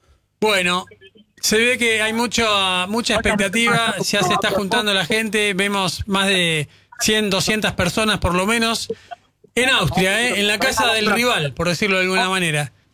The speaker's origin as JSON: {"language": "Spanish", "town": "La Plata", "region": "Buenos Aires Province", "country": "Argentina", "said": "somos dos platenses."}